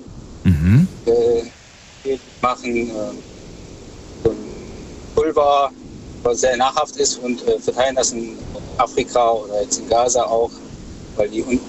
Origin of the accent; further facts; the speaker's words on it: Düsseldorf, North Rhine-Westphalia, Germany; Nee, ich komme aus Düsseldorf.